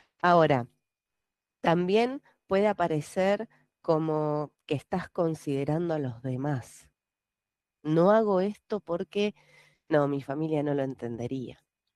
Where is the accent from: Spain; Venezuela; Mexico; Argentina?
Argentina; si sos de Argentina como yo